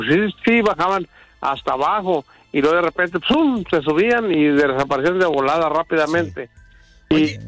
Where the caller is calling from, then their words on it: Real de Catorce, San Luis Potosí, Mexico; Yo soy de Real de 14.